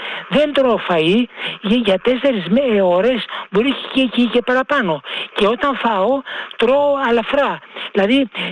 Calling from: Glyfada, Attica, Greece; από την Γλυφάδα.

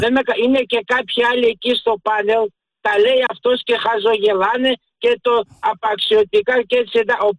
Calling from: Greece; Πρώτα είμαι Έλληνας

